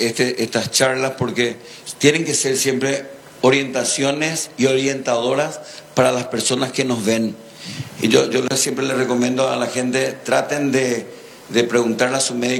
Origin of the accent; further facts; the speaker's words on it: San Bernardino, Cordillera, Paraguay; yo soy de San Bernardino, así que la ciudad más linda de Paraguay.